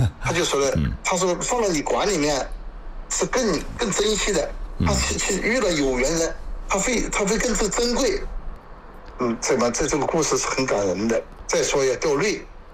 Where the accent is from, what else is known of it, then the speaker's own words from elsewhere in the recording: Yuping, Guizhou, China; 我说呢，我是玉屏的，这只枭呢是我们先我的先祖他们制作的。